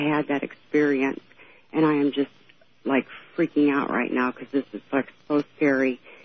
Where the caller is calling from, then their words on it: Bloomington, Indiana, United States; I'm calling from Bloomington, Indiana.